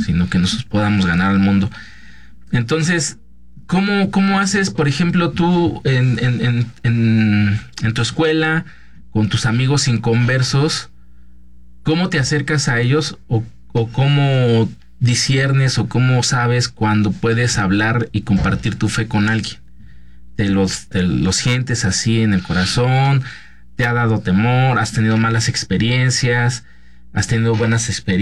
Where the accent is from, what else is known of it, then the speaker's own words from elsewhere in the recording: Mexico; así somos los mexicanos